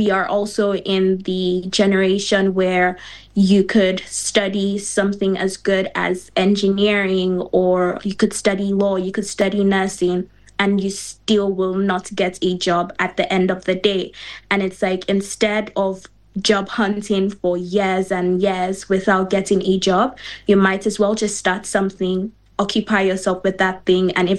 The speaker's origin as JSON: {"language": "English", "country": "Nigeria", "lives_now": "Europe", "said": "I am 22 years old. I am from Nigeria. I'm currently a software engineering student studying in Europe as an international student."}